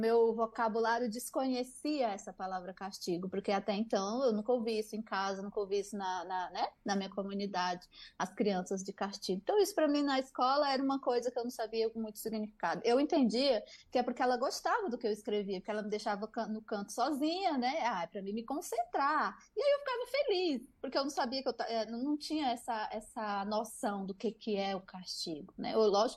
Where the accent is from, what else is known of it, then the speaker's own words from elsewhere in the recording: Northeast Region, Brazil; nós que somos nordestinas, mulheres, eu que sou uma mulher indígena, nordestina e sapatão